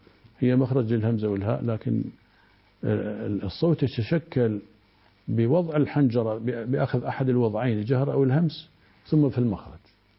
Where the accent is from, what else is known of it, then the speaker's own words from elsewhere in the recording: Iraq; عندنا في العراق القاف يصير جا، يعني هاي يسميها عادات لهجية ليس لثغة